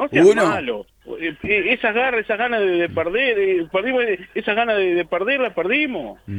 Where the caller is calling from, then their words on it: Uruguay